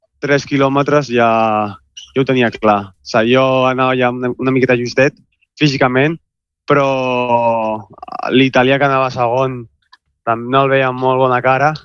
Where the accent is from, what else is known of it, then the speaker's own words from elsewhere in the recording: Barcelona, Catalonia, Spain; born there; jo soc català, nascut a Barcelona, però el meu pare és d'Escòcia i els meus avis són irlandesos i, clar, el meu cognom ve d'allà, ve d'Irlanda.